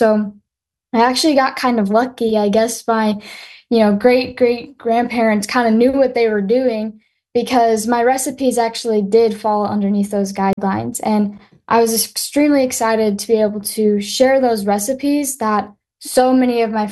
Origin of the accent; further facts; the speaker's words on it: Illinois, United States; I'm from Monroe County in Illinois, which is just about 40 minutes away from St. Louis. And it's pretty much a very rural community that also has that urban side since we are so close to the city.